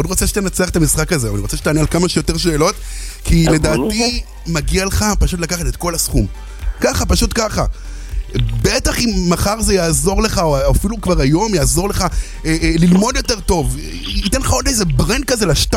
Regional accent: Bnei Brak, Tel Aviv District, Israel; אני גם מבני ברק

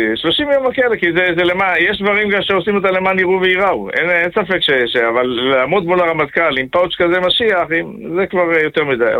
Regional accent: Jerusalem, Jerusalem District, Israel; born there; וגם אני כנער מתבגר בירושלים

